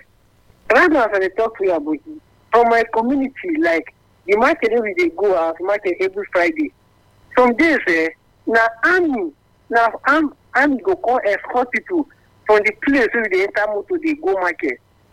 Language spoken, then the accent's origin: English; Kaduna State, Nigeria; I'm from North, I'm from Kaduna State